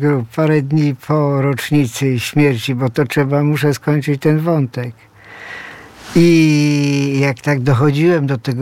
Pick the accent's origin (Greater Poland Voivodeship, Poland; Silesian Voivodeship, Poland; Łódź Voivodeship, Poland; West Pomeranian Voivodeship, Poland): Silesian Voivodeship, Poland; Chorzów; ja też się wychowałem w Chorzowie